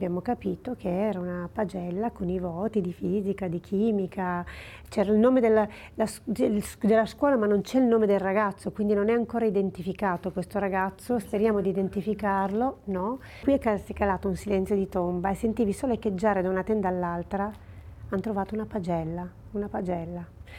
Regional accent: Pontestura, Piedmont, Italy; Io so che … al mio paese natio, che è Pontestura, che è vicino a Casale Monferrato, è Pontestura

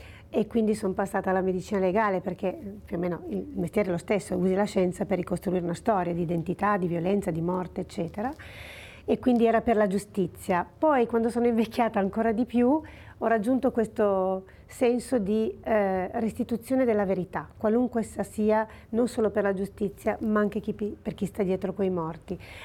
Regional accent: Pontestura, Piedmont, Italy; Io so che … al mio paese natio, che è Pontestura, che è vicino a Casale Monferrato, è Pontestura

